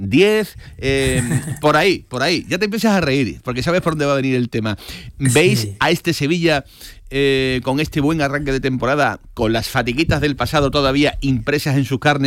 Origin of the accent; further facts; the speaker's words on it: Morocco; con un objetivo político o de desprecio hacia mi pueblo, el pueblo marroquí.